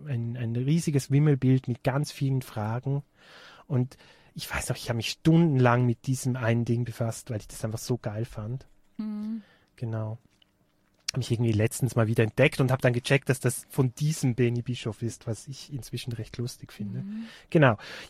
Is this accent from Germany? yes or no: no; Altstätten, St. Gallen, Switzerland; moved away as an adult; also born or lived in Zurich; ich bin in Altstetten aufgewachsen, das ist eine kleine Stadt im St. Galler Rheintal, erzkonservativ, also mindestens so konservativ wie Tirol.